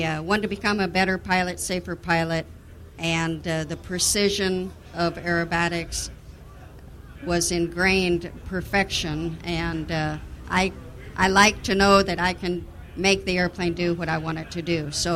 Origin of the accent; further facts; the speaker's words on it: Omaha, Nebraska, United States; now in La Porte, United States; Well, I live in LaPorte, Texas, originally from Omaha, Nebraska, but I've been in Texas for so many years now